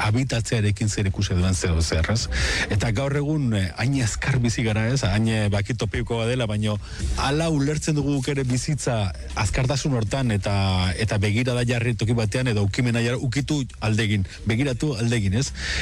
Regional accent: Bera, Navarre, Spain; also born or lived in Lesaka; Lezakarra naiz jaiotzez, Beratarra etxez edo

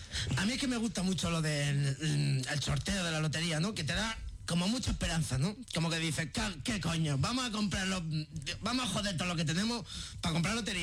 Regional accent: Extremadura, Spain; Yo soy del norte de Cáceres

